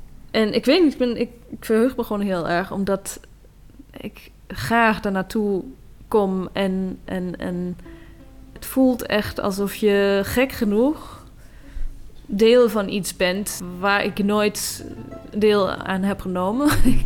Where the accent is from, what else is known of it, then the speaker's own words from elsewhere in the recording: Germany; Dutch is a second language; moved away as an adult; now in Netherlands; Ik ben opgegroeid in Duitsland, maar ik heb echt een verbinding met Ierland.